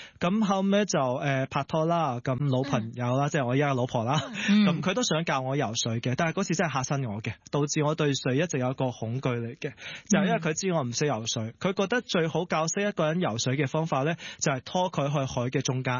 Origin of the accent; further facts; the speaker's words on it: Chaozhou, Guangdong, China; 雖然我係潮州人啦，都係好近海啦